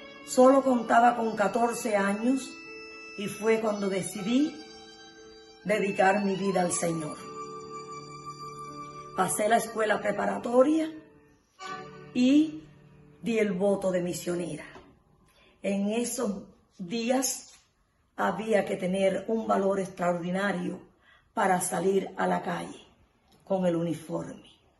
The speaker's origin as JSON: {"language": "Spanish", "country": "Cuba", "tie": "born or raised there", "said": "Soy nacida en Cuba … Desde muy pequeña, ellos me enseñaron el amor a Dios y a su palabra."}